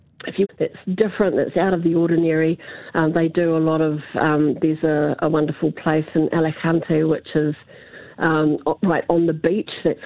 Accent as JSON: {"language": "English", "country": "New Zealand", "said": "hey, you know, I'm a Kiwi. I'm outgoing. I love music. I love people. You know, and my English isn't too bad."}